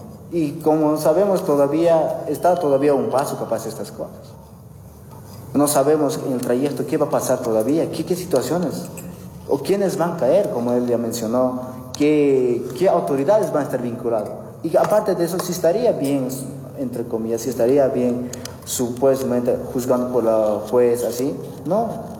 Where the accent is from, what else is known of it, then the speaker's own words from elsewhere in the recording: Bolivia; de esta situación actual que estamos atravesando como bolivianos.